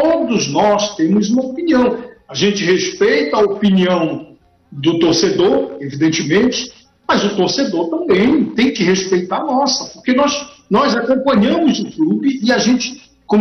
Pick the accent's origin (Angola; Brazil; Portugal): Brazil; Pará; a gente é paraense, a gente vai torcer pelos nossos clubes aqui.